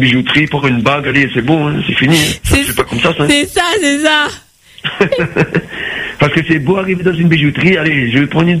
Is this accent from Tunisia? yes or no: no; Madagascar; born there; moved away; On va faire un petit tour de mon pays natal, Madagascar.